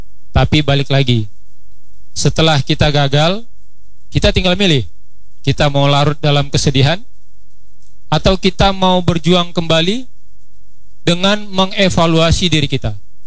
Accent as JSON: {"language": "Indonesian", "region": "Riau", "country": "Indonesia", "said": "Saya dari Riau, kemudian saya ikut tes pusat di Bandung."}